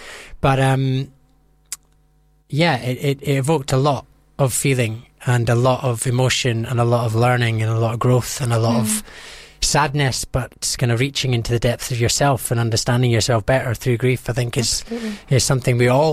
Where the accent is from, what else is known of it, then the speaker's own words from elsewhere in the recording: Scotland, United Kingdom; she was from New York. I'm from Scotland, so there's a bit of cultural differences as well.